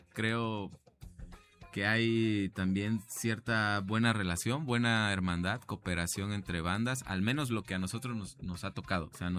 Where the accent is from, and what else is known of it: Oaxaca, Mexico